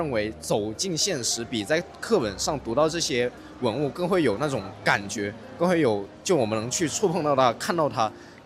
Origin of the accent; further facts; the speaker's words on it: Hong Kong; now in Guangzhou, China; 然后我是出生于香港的一位香港学生。